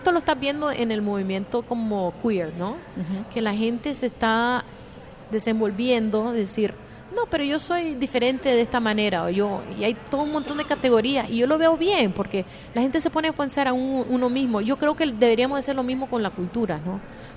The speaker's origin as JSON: {"language": "Spanish", "country": "Nicaragua", "moved": "yes", "said": "yo siempre digo que soy de Nicaragua"}